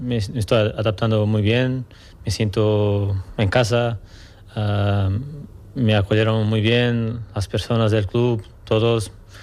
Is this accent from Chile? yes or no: no; Algarve, Portugal